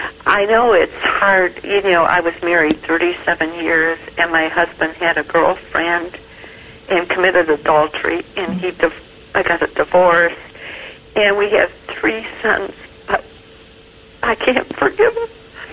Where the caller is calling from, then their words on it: Ohio, United States; Ohio, Mother.